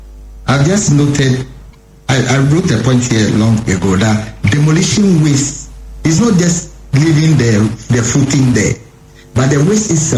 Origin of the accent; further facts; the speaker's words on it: La, Greater Accra, Ghana; my hometown